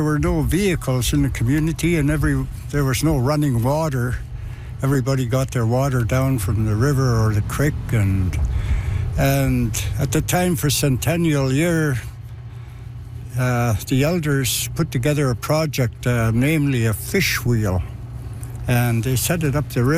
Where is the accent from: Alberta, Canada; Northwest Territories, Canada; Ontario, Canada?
Northwest Territories, Canada; Fort McPherson; I'm from Tetlaget, Fort McPherson.